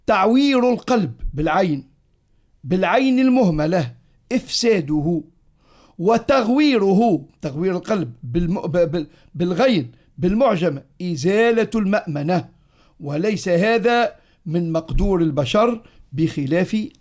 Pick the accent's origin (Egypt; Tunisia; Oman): Tunisia; احنا عندنا في تونس